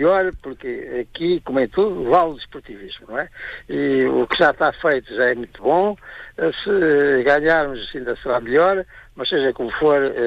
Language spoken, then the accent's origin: Portuguese; Torres Vedras, Lisbon, Portugal; quando o Torriense estava na primeira divisão, íamos lá ver os jogos de futebol, e portanto sempre acompanhei com muito gosto, com muito interesse, o clube da minha terra.